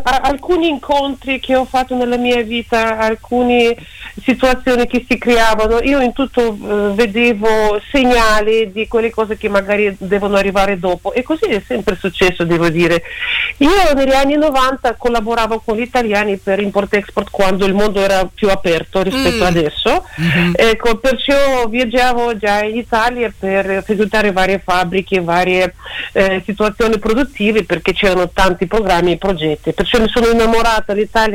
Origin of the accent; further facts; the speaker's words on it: Minsk, Belarus; Italian is a second language; moved away as an adult; now in Italy; Minsk, la capitale.